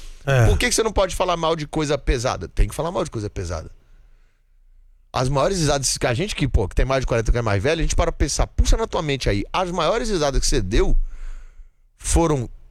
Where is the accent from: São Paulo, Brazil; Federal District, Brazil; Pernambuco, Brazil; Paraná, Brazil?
Federal District, Brazil; Brasília; born there; accent: mixed Recife; Eu nasci em Brasília, porque meu pai é bancário. E aí eu e minha irmã nascemos em Brasília. Mas eu já ia pra Recife todas as férias, assim. Sempre tive família lá. Então meu sotaque ficou meio misturado.